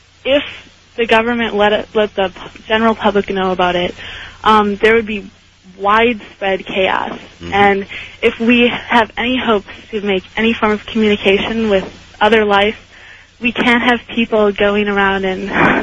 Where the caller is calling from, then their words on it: Madison, Wisconsin, United States; from Madison, Wisconsin.